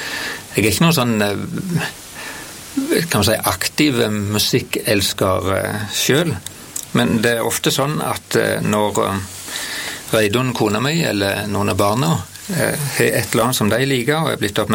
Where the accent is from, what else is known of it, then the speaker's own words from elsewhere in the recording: Vigrestad, Rogaland, Norway; also born or lived in Ethiopia; da fikk jeg sjans til å begynne i guttemusikken hjemme på Vigrest.